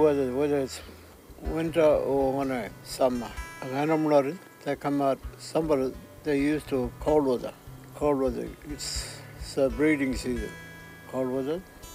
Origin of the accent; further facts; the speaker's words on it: Yuendumu, Northern Territory, Australia; now in Willowra, Australia; I'm from Yundumu, but I've lived at Woolera for nearly 30 years as well.